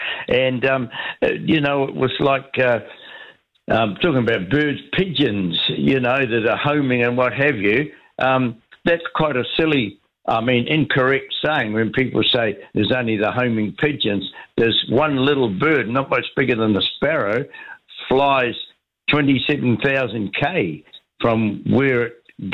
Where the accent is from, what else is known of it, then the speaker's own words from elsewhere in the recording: Ireland; I know, Jim, I'm Irish, but I tell you, it took me a while to understand that.